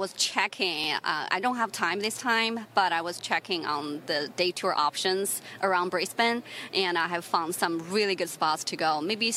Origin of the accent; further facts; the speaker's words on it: China; English is a second language; moved away as an adult; now in United States; my background was 22 years growing up in China and then 16 years in the U.S.